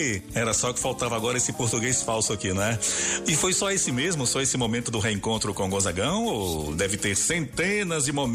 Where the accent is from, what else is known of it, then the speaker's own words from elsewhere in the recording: Brazil; Nós somos conterrâneos e como um bom brasileiro